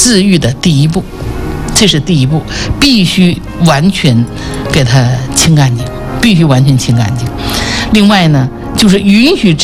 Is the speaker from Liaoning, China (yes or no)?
yes; Jinzhou, Liaoning, China; accent: Northeastern dialect; 我们东北人叫割了半儿哈，锦州人哈